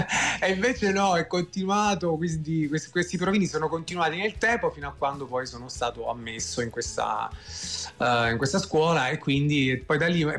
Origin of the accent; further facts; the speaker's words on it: Campania, Italy; io sono campano, quindi noi cantanti campani, napoletani